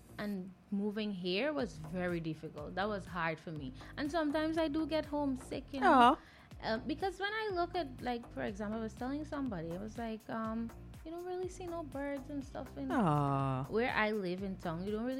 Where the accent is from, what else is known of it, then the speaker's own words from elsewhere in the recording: Guyana; now in Georgetown, Guyana; so I'm from the West Side originally. And like, I think that I had to let go of living there to move to Georgetown to live.